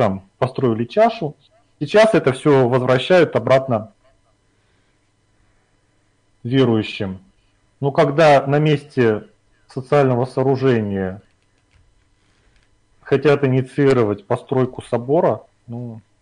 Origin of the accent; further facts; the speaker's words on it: Murmansk, Murmansk Oblast, Russia; moved away; то есть я из Мурманска давно уехал, но тем не менее я связь поддерживаю.